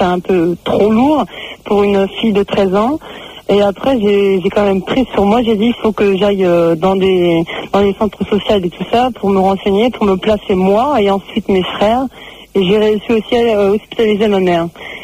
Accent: Turkey; C'était d'origine, je suis turque, et j'étais en été en vacances.

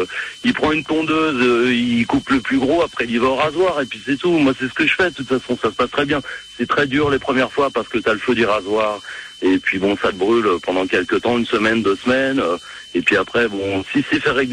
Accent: Paris, Île-de-France, France; Je suis originaire de Paris, mais bon...

